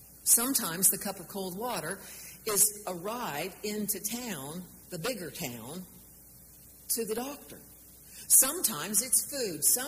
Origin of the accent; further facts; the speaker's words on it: Topeka, Kansas, United States; born there; I was born in Topeka, which was at the time the second largest town, city in Kansas. And Mother and Daddy grew up in Valley Falls, which is about 35 miles north